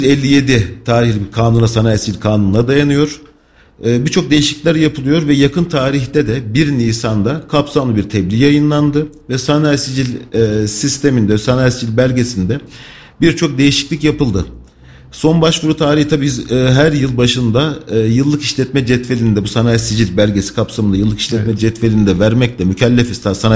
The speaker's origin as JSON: {"language": "Turkish", "region": "Sakarya", "country": "Turkey", "tie": "born there", "also_born_or_lived": "Mardin / İzmir / Bilecik", "moved": "as an adult", "lives_now": "Kayseri, Turkey", "said": "1980 Mardin doğumluyum. Aslen Mardinliyiz ama baba memur olunca Sakarya'ya yerleştik. Okul hayatım Sakarya'da geçti. Sonrasında üniversite okumak için İzmir'e geçtim."}